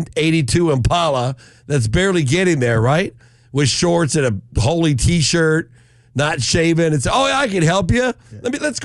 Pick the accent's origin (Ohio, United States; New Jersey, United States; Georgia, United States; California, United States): California, United States; San Diego; now in Las Vegas, United States; I'm from San Diego.